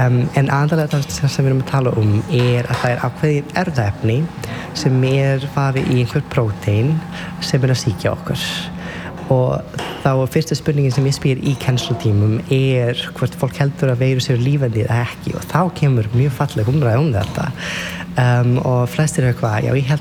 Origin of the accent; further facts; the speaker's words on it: Serbia; Icelandic is a second language; moved away as an adult; now in Iceland; Ég ást upp í Serbíu og ég byrjaði þar í læknisfræði í 2013 eitthvað svo leis en svo bara ákveði ég að mér langar ekki að búa í Serbíu lengur, mér langar að flýta til Íslands